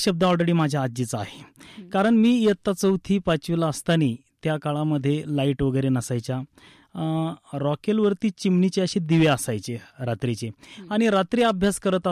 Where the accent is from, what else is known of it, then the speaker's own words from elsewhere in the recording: Shiregaon, Maharashtra, India; मी एका शेतकऱ्याचा मुलगा आहे. माझं बालपण शिरेगाव तालुका नेवासा जिल्हा अहिल्यानगर हे एका छोट्याशा खेड्यागावात गेलेलं आहे.